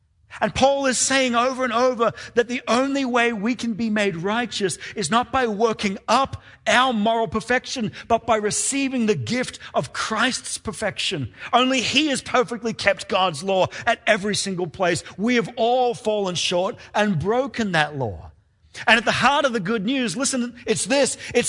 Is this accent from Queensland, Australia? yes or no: yes; Rockhampton, Queensland, Australia; born there; I was born in Rockhampton.